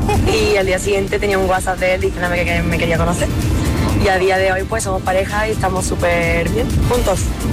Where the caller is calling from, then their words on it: Seville, Andalusia, Spain; Soy de Sevilla.